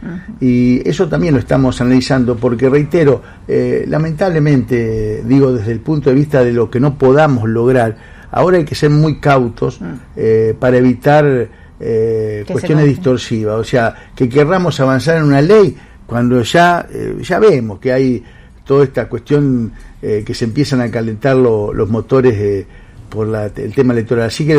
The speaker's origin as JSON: {"language": "Spanish", "area": "northern Santa Fe Province", "region": "Santa Fe", "country": "Argentina", "said": "alguien del interior, de un pueblito pequeño, del norte, uh-huh. somos norteños, nosotros"}